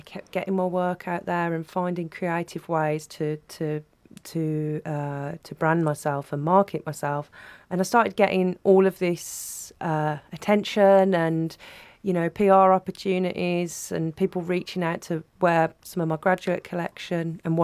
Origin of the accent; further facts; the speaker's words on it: Warsaw, Masovian Voivodeship, Poland; moved away; I think that comes from growing up in Warsaw.